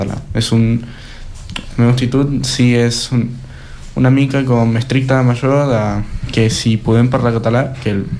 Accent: Argentina; Catalan is a second language; now in Spain; gent també nota molt quan ets d'un altre país, i normalment la gent diu sempre, gairebé sempre, que sóc argentí.

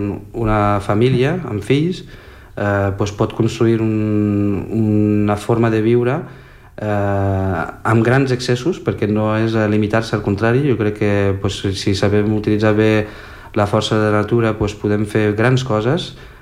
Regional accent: Valencian Community, Spain; now in Barcelona, Spain; vaig conèixer la meva parella, que és francesa, però la vaig conèixer al meu poble a València

